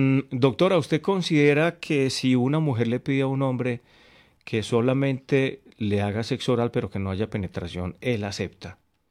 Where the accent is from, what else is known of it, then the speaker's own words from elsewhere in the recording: Medellín, Antioquia, Colombia; now in Paris, France; yo tengo 35 años, vivo en París, Francia, bonjour, soy de Medellín